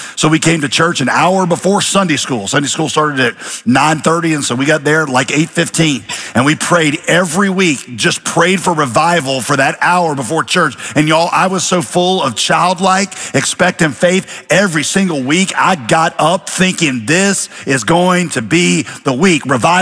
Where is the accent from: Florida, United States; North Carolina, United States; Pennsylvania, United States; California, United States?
North Carolina, United States; Winston-Salem; Now, some of you might know, I grew up in Winston-Salem. That was my home city from the time I was two to went to college in Winston-Salem.